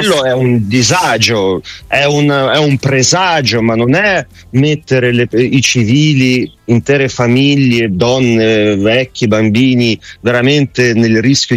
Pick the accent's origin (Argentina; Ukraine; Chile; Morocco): Ukraine; Siamo in guerra ibrida, ma non noi ucraini, noi europei.